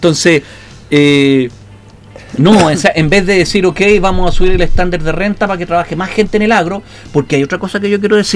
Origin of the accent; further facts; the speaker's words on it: Chile; yo soy chileno